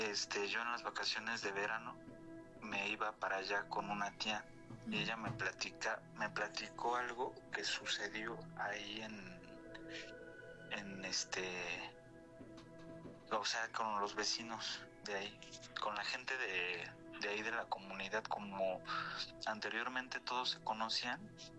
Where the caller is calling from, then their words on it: Naucalpan, State of Mexico, Mexico; De Naucalpan.